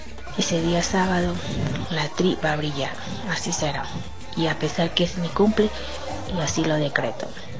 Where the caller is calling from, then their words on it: Salcedo, Cotopaxi, Ecuador; Atentamente … de Salcedo.